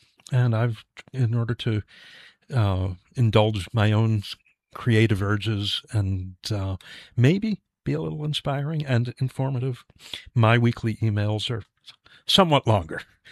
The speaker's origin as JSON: {"language": "English", "region": "New Jersey", "country": "United States", "tie": "born or raised there", "also_born_or_lived": "The Bronx, New York", "moved": "as an adult", "lives_now": "Nashua, United States", "said": "I was born in the Bronx, New York, and grew up in New Jersey."}